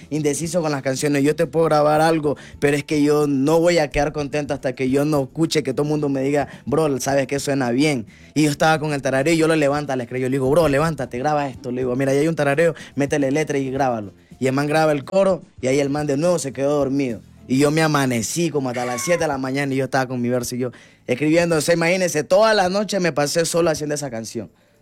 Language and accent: Spanish; Esmeraldas, Ecuador; como yo también soy de Esmeralda, pues yo también, ¿me entiendes? Negro